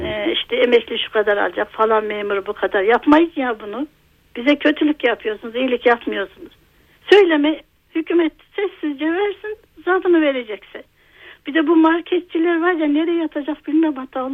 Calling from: Konya, Turkey; Evet, Konya'dan arıyorum ben.

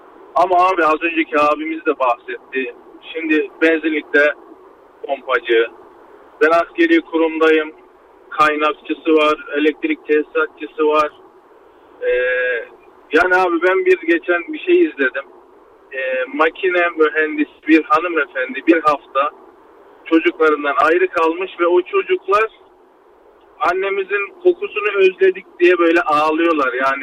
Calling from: Istanbul, Turkey; İstanbul Sancaktepe'den katılıyorum yayınımıza.

